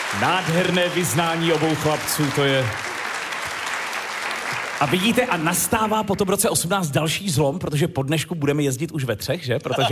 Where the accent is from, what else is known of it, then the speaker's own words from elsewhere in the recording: Sokolov, Karlovy Vary Region, Czechia; Ještě, že jsem ze Sokolova.